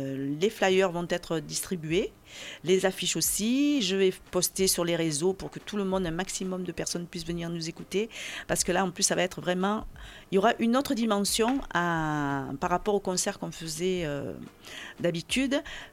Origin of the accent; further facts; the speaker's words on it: Marseille, Provence-Alpes-Côte d'Azur, France; born there; moi je suis née à Marseille